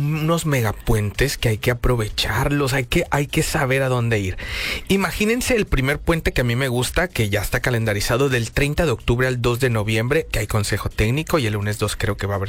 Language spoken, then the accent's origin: Spanish; Mexico; nosotros los mexicanos nos pintamos solitos.